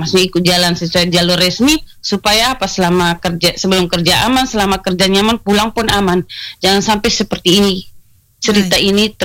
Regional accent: East Nusa Tenggara, Indonesia; Yang kedua itu adalah kebiasaan salah kita orang NTT itu, kebiasaan begadang, Kak.

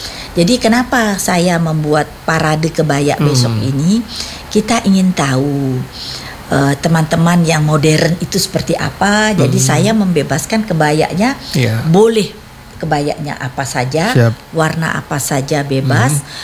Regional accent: Lombok, West Nusa Tenggara, Indonesia; saya orang Lombok, orang Sasak

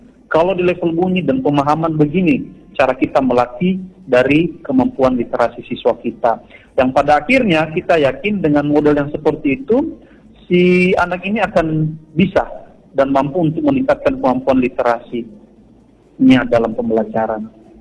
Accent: Nias, North Sumatra, Indonesia; kita fasilitator produk asli dari Nias ini tidak kalah baik

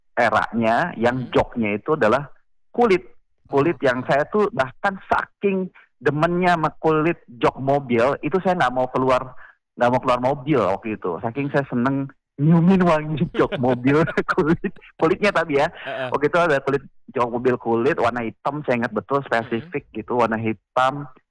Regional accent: Kupang, East Nusa Tenggara, Indonesia; moved away; Iya, karena saya lahir di Kupang.

